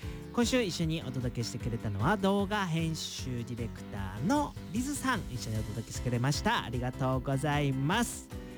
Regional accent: Ibaraki, Japan; お盆は私の地元茨城ですよ皆さん、茨城県

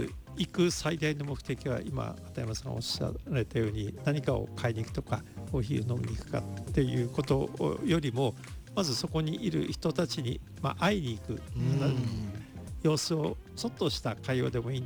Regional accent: Mito, Ibaraki, Japan; 私あのもともと水戸で生まれ水戸で育ってるんですが、はい、日立太田市の里見地区に約10年ちょっとぐらい前から、はい、よく行くようになってまして

